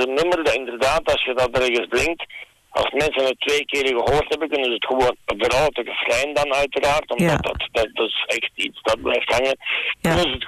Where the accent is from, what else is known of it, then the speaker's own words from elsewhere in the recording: Stabroek, Flanders, Belgium; Ik kom uit België, uit Vlaanderen. Uit Stabroek hier, net eigenlijk. Ja. De grens met Putten.